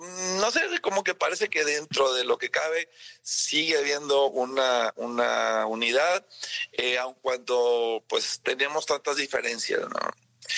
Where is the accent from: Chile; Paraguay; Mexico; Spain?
Mexico; fuera de México los mexicanos somos mexicanos.